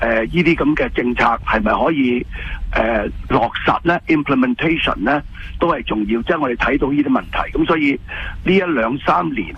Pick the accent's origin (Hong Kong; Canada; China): Canada; 我哋加拿大係一個移民國家